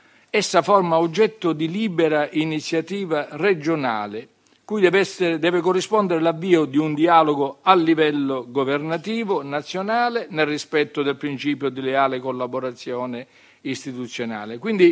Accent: Sicily, Italy; lo dico da siciliano

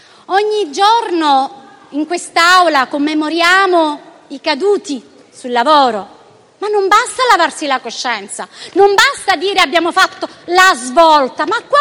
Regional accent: Sicily, Italy; un caso che è capitato dalle mie parti, che ho vissuto in prima persona, perché se no è a 20 chilometri dalla mia città, ma qualsiasi parlamentare qui seduto ha avuto un caso del genere, ne sono certa. Ci troviamo ad Acate, in Sicilia.

